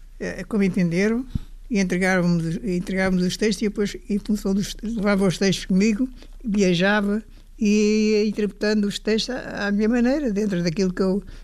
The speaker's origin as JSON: {"language": "Portuguese", "region": "Lisbon", "country": "Portugal", "said": "eu sou de Lisboa"}